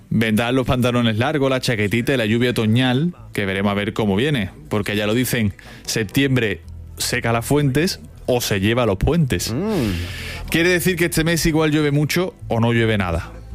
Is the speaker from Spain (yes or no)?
yes; Andalusia, Spain; eso nos lleva a Guillem a empezar por mi tierra, Andalucía.